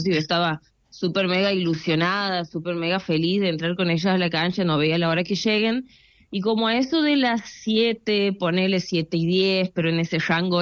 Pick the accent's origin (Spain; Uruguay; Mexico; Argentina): Argentina; Santiago del Estero; moved away as an adult; now in Buenos Aires, Argentina; Yo soy de Santiago del Estero. Yo me he venido a vivir a Buenos Aires como hace 3 años, ponele.